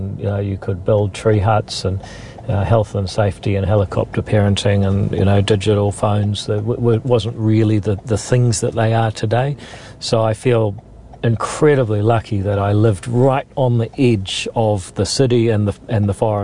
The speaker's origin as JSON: {"language": "English", "region": "Northland", "country": "New Zealand", "tie": "born or raised there", "also_born_or_lived": "Palmerston North", "said": "my dad's family's from the Manawatu, so I was born in Palmy, but I lived there till I was about 18 months old, so I don't have any memories of that. And then my mum's family's from the north, so we moved up there in about 85, 86"}